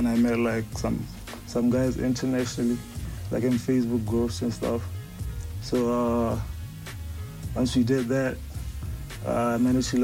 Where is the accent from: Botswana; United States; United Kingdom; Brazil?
Botswana; Gaborone, South-East District; also born or lived in Sefophe; I grew up in Gaborone, between Gaborone and Solo. Then I did my high school in Gaborone